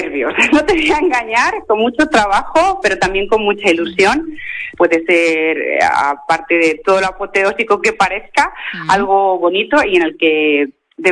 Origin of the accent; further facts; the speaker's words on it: Salamanca, Castile and León, Spain; yo pues como salmantina puedo estar orgullosa de mi Semana Santa.